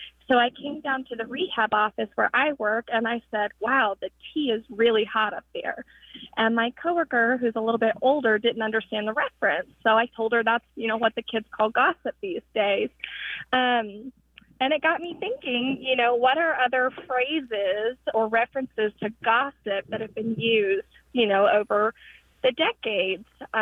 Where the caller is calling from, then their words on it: Denton, Texas, United States; I'm calling from Denton, Texas.